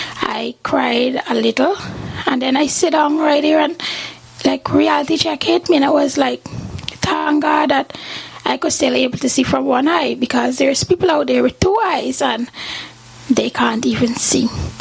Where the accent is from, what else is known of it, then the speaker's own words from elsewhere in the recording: Guyana; I'm 25 years old. I'm from Guyana